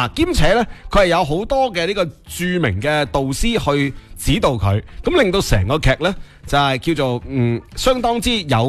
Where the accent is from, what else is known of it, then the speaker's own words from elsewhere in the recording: Guangdong, China; 作为广东人